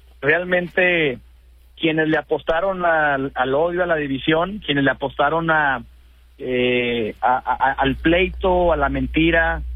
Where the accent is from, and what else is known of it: Coahuila, Mexico